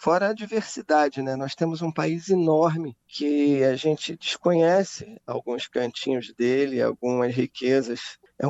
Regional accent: Brazil

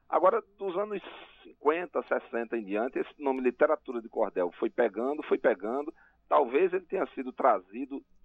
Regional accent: Paraíba, Brazil; na minha infância, na minha juventude lá na Paraíba

